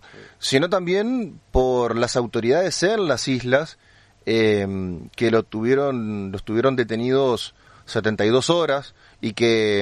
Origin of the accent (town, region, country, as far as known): Argentina